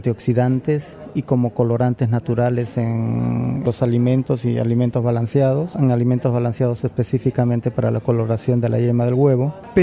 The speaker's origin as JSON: {"language": "Spanish", "country": "Peru", "tie": "born or raised there", "moved": "yes", "lives_now": "Germany", "said": "soy oriundo del Perú, de profesión economista, graduado aquí en la Universidad de Stuttgart."}